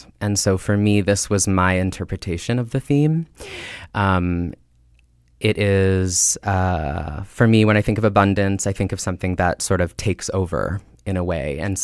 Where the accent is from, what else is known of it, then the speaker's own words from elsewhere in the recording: British Columbia, Canada; near the town that I grew up in the Thompson Okanagan area of British Columbia.